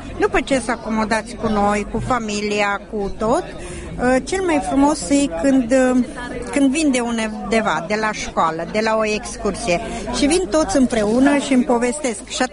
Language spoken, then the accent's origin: Romanian; Oradea, Bihor County, Romania; now in Hungary; Din Oradea.